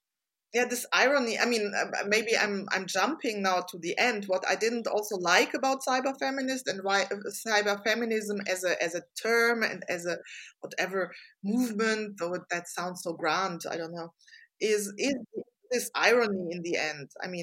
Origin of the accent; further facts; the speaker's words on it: Germany; my family is from Serbia. I grew up in West Germany.